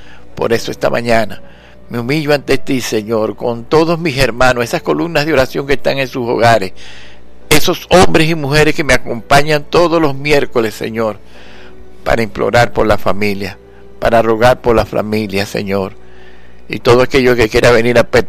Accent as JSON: {"language": "Spanish", "country": "Venezuela", "said": "las familias de Venezuela, por todos aquellos que hacen vida en mi tierra"}